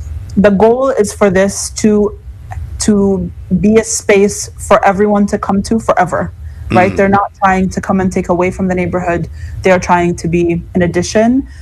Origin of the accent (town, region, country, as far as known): Chicago, Illinois, United States